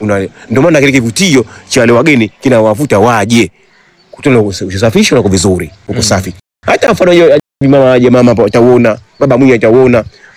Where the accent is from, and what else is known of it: Kizimkazi, Zanzibar South, Tanzania; born there